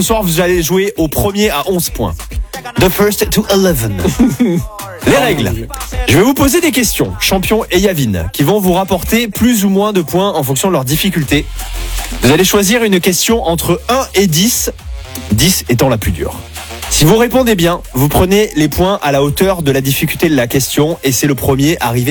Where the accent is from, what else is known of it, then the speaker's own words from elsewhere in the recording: Mont-de-Marsan, Nouvelle-Aquitaine, France; Moi, je viens de Mont-de-Marsan.